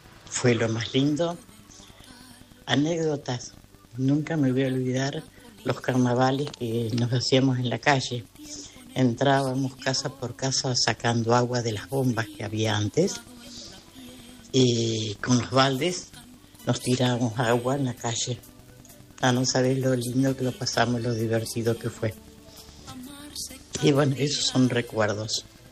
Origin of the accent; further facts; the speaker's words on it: Arboledas, Buenos Aires Province, Argentina; moved away as an adult; also born or lived in Mapis; now in Bolívar, Argentina; yo nací, me crié en Arboledas.